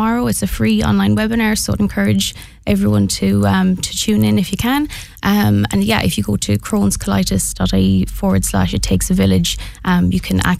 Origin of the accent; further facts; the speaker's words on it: Connacht, Ireland; I'm from Mayo, and I myself was diagnosed with ulcerative colitis back in 2019.